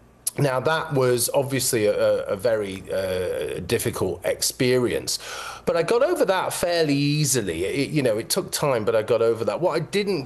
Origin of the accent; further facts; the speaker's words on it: Manchester, North West England, United Kingdom; This was when I lived in Manchester. I'm from Manchester, and I was teaching at a university there.